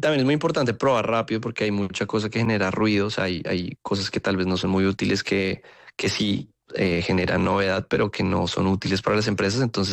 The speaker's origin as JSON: {"language": "Spanish", "country": "Colombia", "said": "Eso es algo que tenemos que hacer cada vez más como colombianos."}